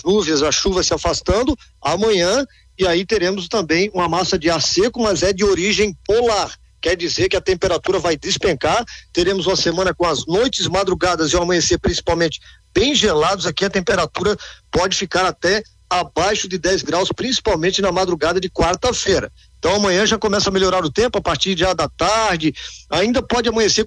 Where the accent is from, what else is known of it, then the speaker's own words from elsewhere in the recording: Itajaí, Santa Catarina, Brazil; nossa querida Itajaí, a minha terra natal.